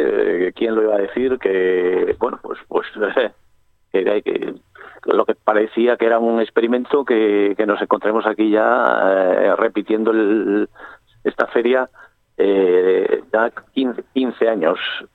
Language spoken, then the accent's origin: Spanish; Liébana, Cantabria, Spain; en Liébana llevamos unos años con veranos con un calor extremo